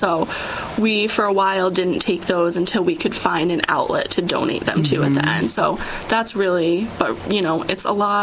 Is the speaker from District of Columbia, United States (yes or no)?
no; Johnson City, New York, United States; I was a Binghamton University student, but I'm also a local. I'm from Johnson City, so I grew up here.